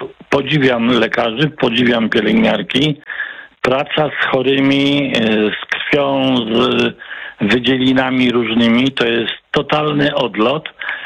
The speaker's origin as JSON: {"language": "Polish", "town": "Poznań", "region": "Greater Poland Voivodeship", "country": "Poland", "tie": "born or raised there", "said": "Rodowity Poznaniak"}